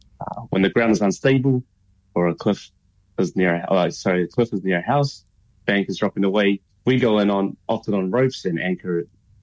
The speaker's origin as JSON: {"language": "English", "town": "West Auckland", "region": "Auckland", "country": "New Zealand", "tie": "born or raised there", "said": "… Raised in West Auckland, Massey and Rānui. I'm a Scottish, Māori and Tongan descent."}